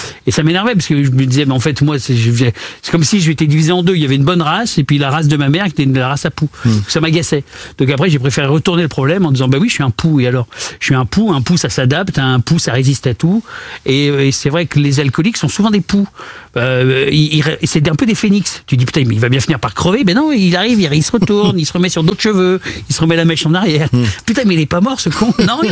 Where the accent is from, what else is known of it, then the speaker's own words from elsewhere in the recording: Bron, Auvergne-Rhône-Alpes, France; born there; also born or lived in Saint-Étienne; Parce que je suis né à Bron, comme Benzema.